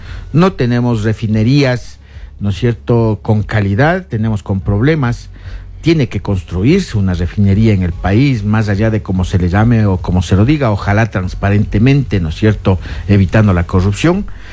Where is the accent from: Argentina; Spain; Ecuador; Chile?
Ecuador